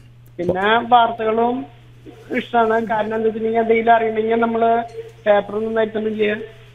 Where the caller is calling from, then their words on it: Tirur, Kerala, India; തിരൂരിൽ നിന്നാണ്.